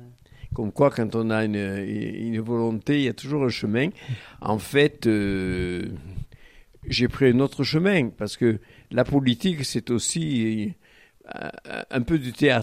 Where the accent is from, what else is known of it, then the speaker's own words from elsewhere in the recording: Barcelonnette, Provence-Alpes-Côte d'Azur, France; parce que j'ai été élevé en partie à Barcelonnette dans l'année et j'allais passer mes vacances à Saint-Tropez.